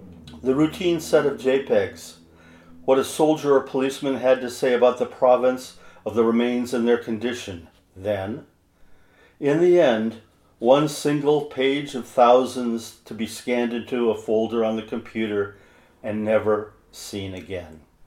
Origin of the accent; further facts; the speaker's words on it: Cottage Grove, Oregon, United States; I am a writer from Cottage Grove, Oregon.